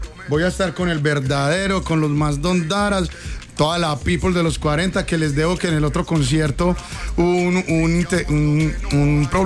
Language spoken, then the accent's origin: Spanish; Bello, Antioquia, Colombia; born there; also born or lived in Medellín; Yo soy de un barrio muy humilde que se llama Zamora, en Bello.